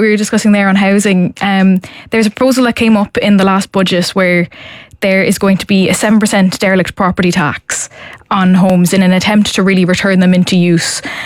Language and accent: English; Cork, Munster, Ireland; I'm from Cork